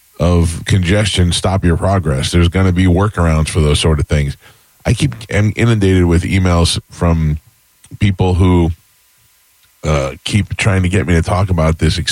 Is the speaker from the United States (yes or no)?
yes; New York, United States; also born or lived in Miami; I grew up in New York and lived in Miami for a little while. I know what congestion's like.